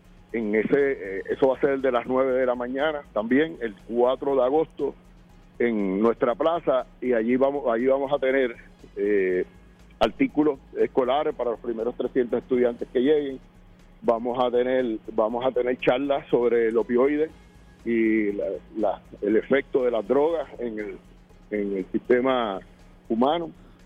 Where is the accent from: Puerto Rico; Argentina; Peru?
Puerto Rico; como puertorriqueños, independientemente de la ideología